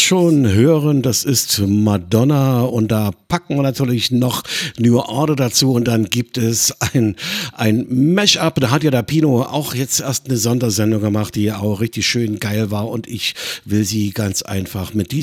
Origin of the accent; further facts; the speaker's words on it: East Germany, Germany; aber wir haben natürlich bei uns im Osten auch ganz, ganz dufte Truppen